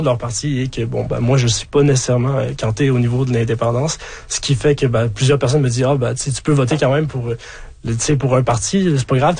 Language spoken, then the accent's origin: French; Quebec, Canada; moi je viens de la région de Québec, donc c'est une région qui est peut-être plus casée là